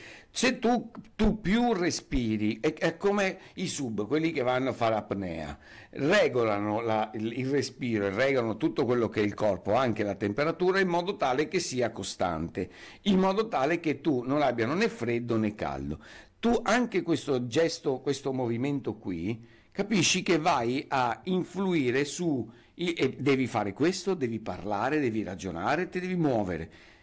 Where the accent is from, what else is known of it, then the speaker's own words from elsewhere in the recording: Venice, Veneto, Italy; anch'io cresciuto a Venezia